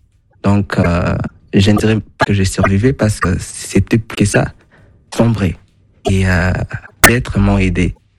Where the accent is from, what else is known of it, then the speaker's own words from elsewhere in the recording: Bukavu, South Kivu, DR Congo; Je suis né à Bukavu et j'ai grandi à Bukavu.